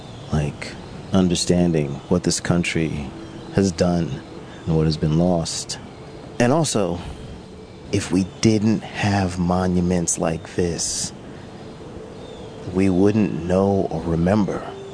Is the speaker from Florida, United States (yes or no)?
yes; Jacksonville, Florida, United States; a young man growing up in Jacksonville, Florida, that was supposed to go to Nathan Bedford Forrest High School